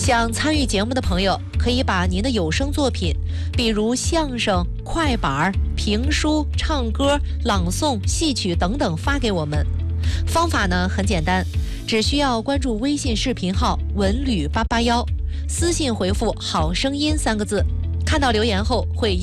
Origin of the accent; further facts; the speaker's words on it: China; 作为中国人，我们脚下是5000年的文明沃土，身后是日益强大的祖国母亲，这份骄傲与自豪早已刻进